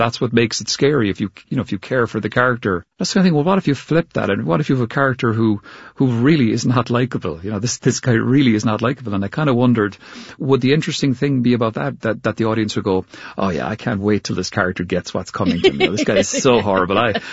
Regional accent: Cork, Munster, Ireland; We even shot it where I grew up, so I'm from Cork, which is in the southwest of Ireland.

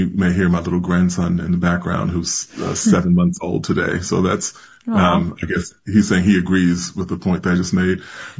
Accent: New York, United States; So I'm a New Yorker

